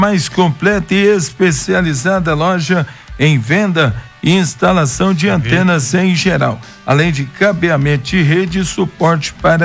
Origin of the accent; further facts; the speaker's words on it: Morrinhos, Goiás, Brazil; moved away; que bom fechar o programa com uma mensagem da minha terra natal, que é a cidade de Morrinhos.